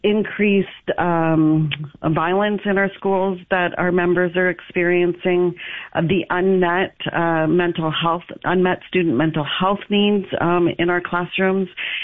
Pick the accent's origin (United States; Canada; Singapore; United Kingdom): Canada; Windsor, Ontario; And right now, I come from Windsor. I'm from the Greater Essex County District School Board.